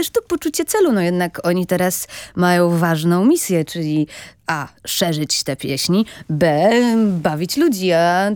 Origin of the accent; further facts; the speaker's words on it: Wrocław, Lower Silesian Voivodeship, Poland; born there; moved away as an adult; now in Warsaw, Poland; Nie jestem wrocławianką z urodzenia, więc przyjechałam tutaj na studia